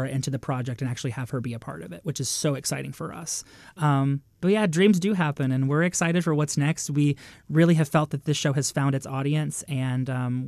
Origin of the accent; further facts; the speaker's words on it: Lexington, United States; The support. There's really no support like this community here, especially in the theater industry.